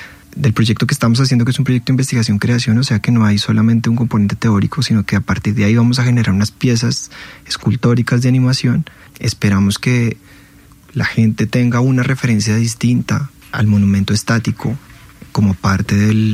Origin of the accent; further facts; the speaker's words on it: Bogotá, Colombia; como muy bogotano que soy, a esta ciudad que amo, que me encanta